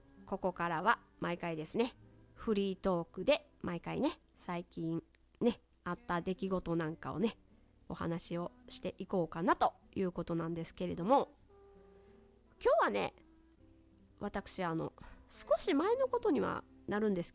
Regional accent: Tsu, Mie, Japan; 私は三重県の出身なんですけれども、津市っていうところのね出身でして

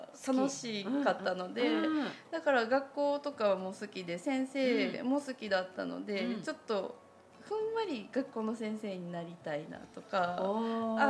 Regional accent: Hiroshima, Japan; accent: Hiroshima dialect; moved away as an adult; now in Kansai, Japan; もう生まれも育ちも広島で、関西に来たのがまあ4年前ですかね。

